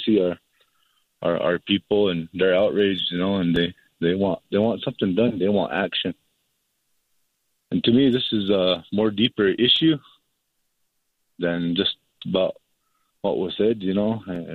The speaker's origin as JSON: {"language": "English", "country": "United States", "said": "It's a lot of trauma, and it's time for us as Indian peoples."}